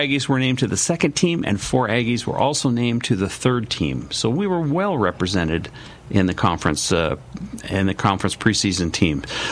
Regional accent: Washington, United States; I grew up near there. I grew up in Washington State in the Puget Sound, so

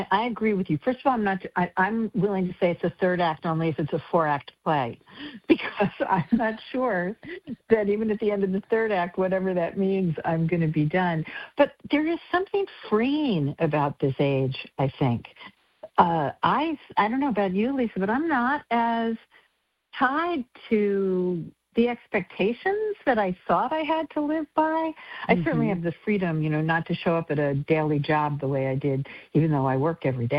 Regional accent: Long Island, New York, United States; now in Sarasota, United States; I grew up in Long Island, New York, and that's very much a part of this novel as well. But you're right, I live in Florida now

